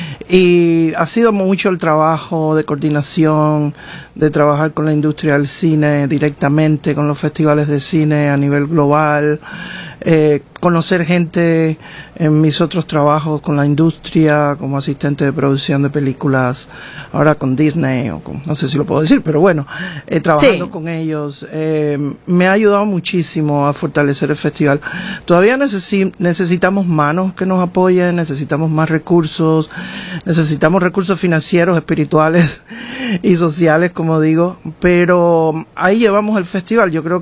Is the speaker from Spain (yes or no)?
no; Cuba; moved away as an adult; also born or lived in Mexico; now in Seattle, United States; empecé desde que era un veinteañero en la industria del cine en mi país, en Cuba, y bueno, después la desarrollé en México y aquí en Estados Unidos.